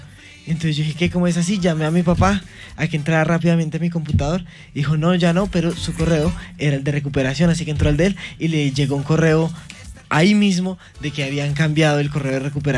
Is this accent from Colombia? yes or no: yes; Bogotá, Colombia; yo vengo desde Bogotá. He recorrido todo Colombia. Viajando.